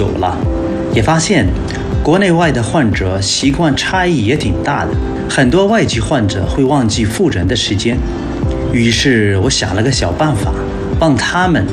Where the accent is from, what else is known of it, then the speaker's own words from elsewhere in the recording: Ibb, Yemen; Chinese is a second language; now in Yiwu, China; 我出生在也门南部的小城伊布，小时候啊，城里一直有中国医疗队。